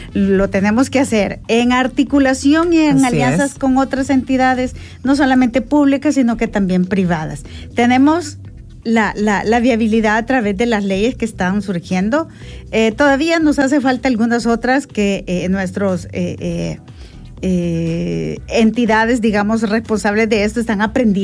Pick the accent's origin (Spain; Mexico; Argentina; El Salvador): El Salvador